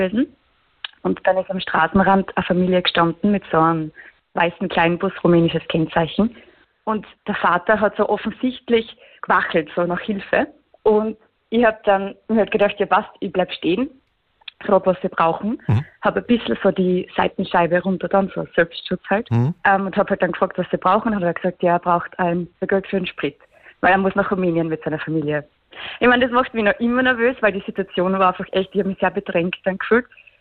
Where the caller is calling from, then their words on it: Weiz District, Styria, Austria; Ich bin aus dem Bezirk Weiz